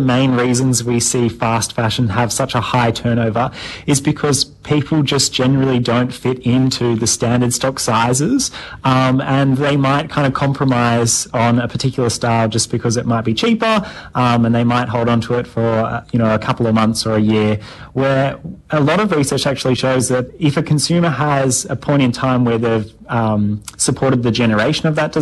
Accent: Tasmania, Australia; growing up in Tasmania, I grew up around lots of different textile mills, and over the years I've just seen them become empty.

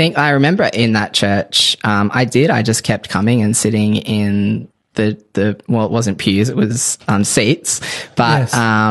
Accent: Tamworth, New South Wales, Australia; born or raised there

